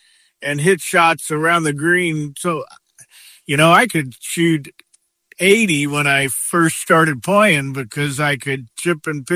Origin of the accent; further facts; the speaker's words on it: Cape Girardeau, Missouri, United States; I grew up in Cape Girardeau.